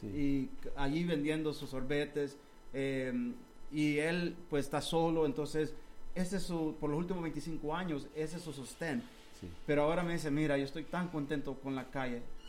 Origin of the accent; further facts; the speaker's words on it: El Salvador; Somos los mismos salvadoreños en un lugar y en otro.